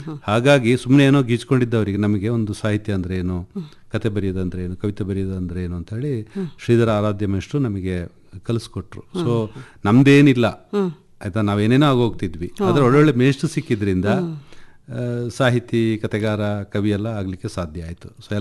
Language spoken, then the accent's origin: Kannada; Suntikoppa, Karnataka, India; also born or lived in Koynadu / Sampaje / Madapura; so ನಮ್ಮ ಬಾಲ್ಯಕಾಲ ಕೊಡಗಿನ ಸುಟ್ಟಿಕೊಪ್ಪದ Sandalwood ಅಂತ ಇದೆ ಗದ್ದೆಹಾಳ